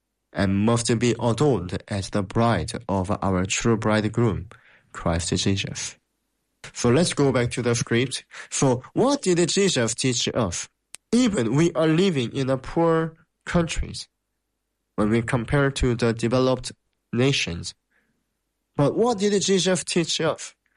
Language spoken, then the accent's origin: English; South Korea; English is a second language; moved away; When I came here, and when I say I came from Korea, they say, oh, I want to go to Korea.